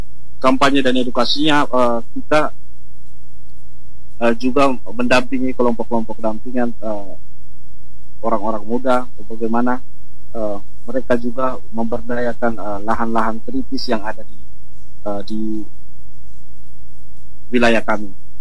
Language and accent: Indonesian; Indonesia; now in Malaysia; kok saya dari Malaysia dari Indonesia ke Malaysia, kemudian kerjanya hanya cabut-cabut rumput.